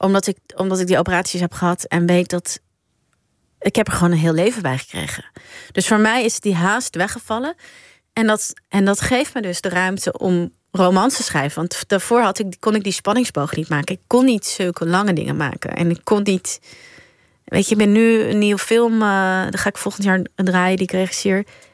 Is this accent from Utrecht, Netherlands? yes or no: yes; Nieuwegein, Utrecht, Netherlands; Nee, ik kom ook uit Nieuwegein oorspronkelijk.